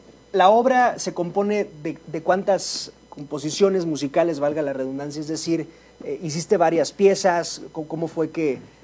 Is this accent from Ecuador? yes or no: no; Mexico; porque somos mexicanos